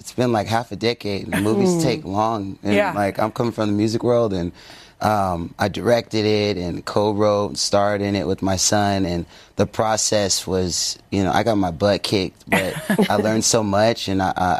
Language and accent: English; Malaysia; I am Malaysian, yeah.